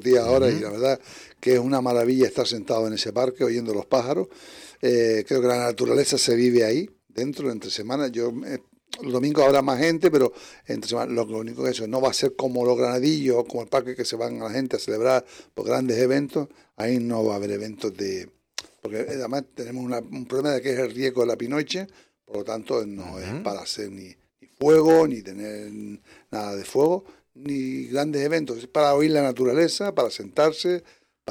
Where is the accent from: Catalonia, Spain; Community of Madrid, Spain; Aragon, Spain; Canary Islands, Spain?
Canary Islands, Spain; para ese 30 de mayo que somos canarios, que vivimos el Día de Canarias